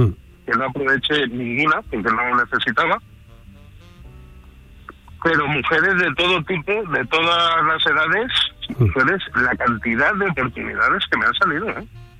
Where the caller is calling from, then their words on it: Guadalajara, Castilla-La Mancha, Spain; ahora vuelvo a Guadalajara, a casa.